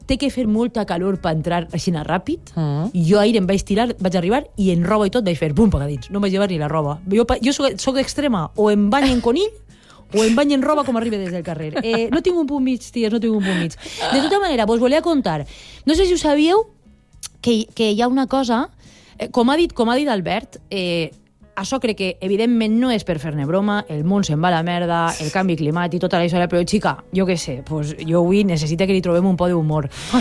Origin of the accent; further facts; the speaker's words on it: Ontinyent, Valencian Community, Spain; La tenia Ontinyent, que és el meu poble. I és des d'on estic fent la secció avui.